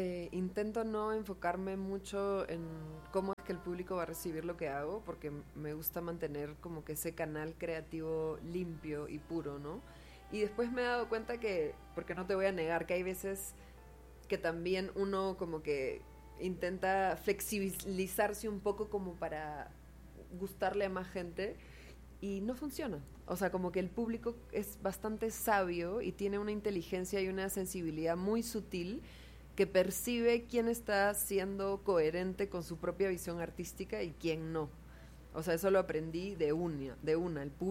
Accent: Peru; now in Mexico; yo me siento muy peruana, soy muy peruana, pero sobre todo me siento muy latina.

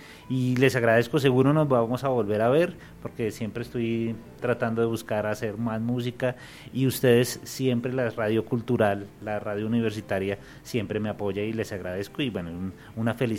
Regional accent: Colombia; a mi país, soy colombiano, hago bambucos

